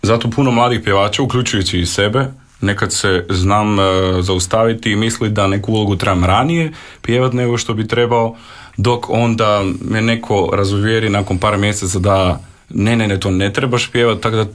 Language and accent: Croatian; North Macedonia; Zato što, znate, ja sam ipak iz Makedonije, ali imao sam neku, osjećao sam neku zahvalnost Hrvatskoj dok sam to pjevao